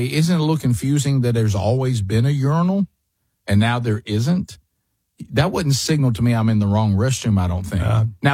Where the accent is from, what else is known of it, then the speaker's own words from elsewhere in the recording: Tucumcari, New Mexico, United States; also born or lived in Amarillo; I'm from Tucumcari, New Mexico.